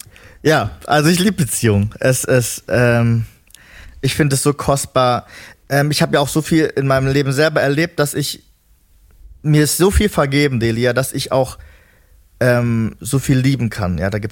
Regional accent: Hanover, Lower Saxony, Germany; ich bin gebürtig aus Hannover, da geht es schon ein bisschen ab.

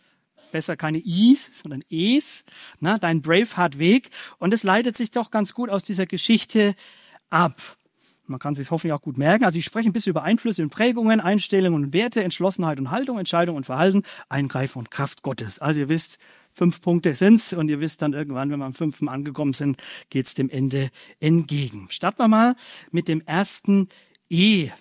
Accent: Bavaria, Germany; Bei mir, ich komme so aus dem Bayerischen, Fränkischen, habe ich ja schon gesagt

